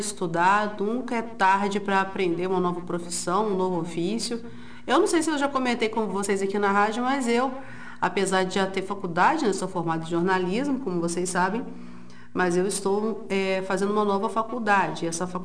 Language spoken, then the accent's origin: Portuguese; Santos Dumont, Minas Gerais, Brazil; como eu sou de Santos Dumont, eu chamei o IEF de Santos Dumont para poder entrar nessa parceria comigo